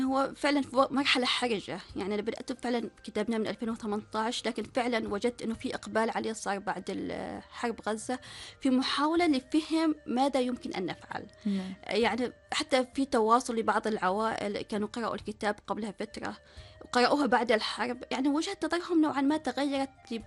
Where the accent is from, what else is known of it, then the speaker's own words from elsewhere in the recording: Oman; احنا كعمانيين